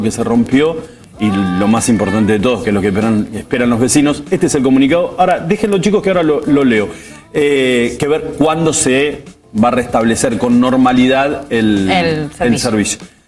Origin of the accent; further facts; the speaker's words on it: Río Gallegos, Santa Cruz, Argentina; nosotros somos vecinos de Río Gallegos